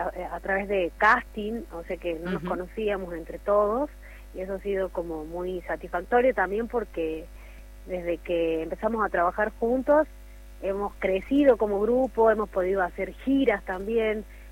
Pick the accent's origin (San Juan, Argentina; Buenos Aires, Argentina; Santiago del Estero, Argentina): Santiago del Estero, Argentina; Frías; now in Catamarca, Argentina; Yo soy crecí en Frías